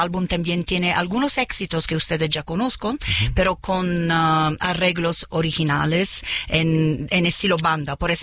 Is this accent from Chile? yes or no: no; Italy; Spanish is a second language; now in Los Angeles, United States; Yo soy italiana, pero vivo en Los Ángeles.